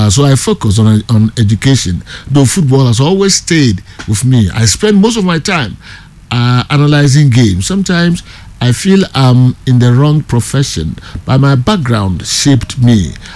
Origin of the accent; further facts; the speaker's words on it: Brikum, Ghana; Though I'm originally from Brikum, I completed Opokuware School in 2013